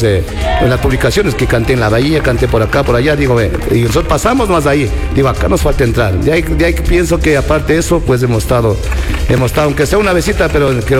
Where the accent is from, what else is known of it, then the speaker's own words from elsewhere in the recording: Nanegalito, Pichincha, Ecuador; now in Cayambe, Ecuador; yo soy de una parroquia un poquito alejada de Cayambe, que se llama Nanegalito, y entonces campo.